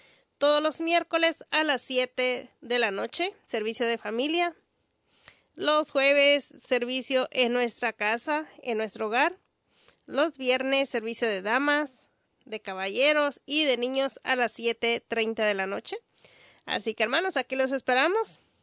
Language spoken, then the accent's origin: Spanish; Mexico; Porque es algo bonito cuando vemos nuestra cabaña de México. Yo soy mexicana y me gusta ver cómo está esa cabaña.